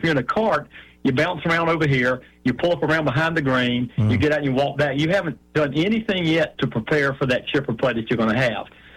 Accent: Barnwell, South Carolina, United States; also born or lived in Sweetwater; I grew up down in Sweetwater and Barnwell.

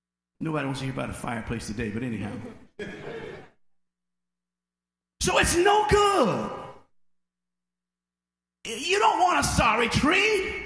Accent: Mill Branch, United States; growing up in Mill Branch, growing up in the country, we were surrounded by trees

